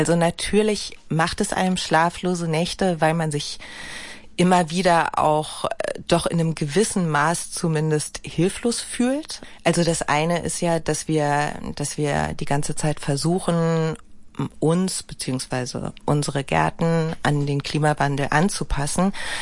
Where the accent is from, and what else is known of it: Berlin, Germany